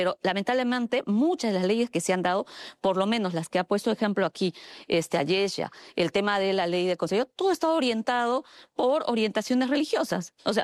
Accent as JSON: {"language": "Spanish", "country": "Peru"}